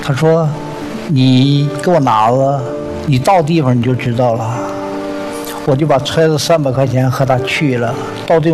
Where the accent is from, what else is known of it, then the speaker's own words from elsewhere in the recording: Jilin, China; 我是来自吉林，来寻找